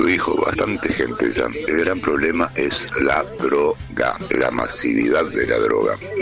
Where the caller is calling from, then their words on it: Buenos Aires, Argentina; de Puerto Madero.